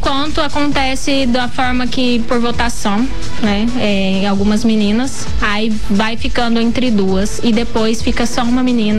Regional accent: Camapuã, Mato Grosso do Sul, Brazil; accent: strong accent (porta, porteira, portão); o pessoal de interior, que eu sou de Camapuã

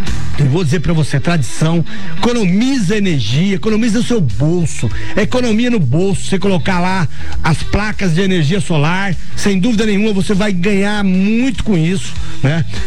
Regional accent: Fátima do Sul, Mato Grosso do Sul, Brazil; also born or lived in Dourados; nasci naquela região, né? Nasci em Fátima do Sul. Né? Na verdade, nasci em Dourados

